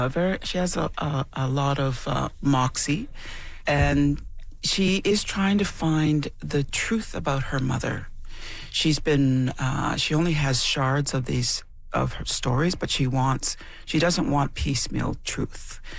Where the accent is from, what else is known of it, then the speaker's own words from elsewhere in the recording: Temagami, Ontario, Canada; When I grew up in Tomogamy, Northern Ontario, but I think this is true for all across Canada, really, at the time